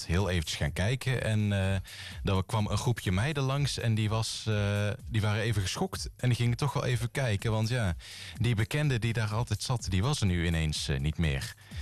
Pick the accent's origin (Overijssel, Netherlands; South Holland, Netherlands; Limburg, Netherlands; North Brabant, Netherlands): North Brabant, Netherlands; Dongen; now in Breda, Netherlands; Ik kwam uit Dongen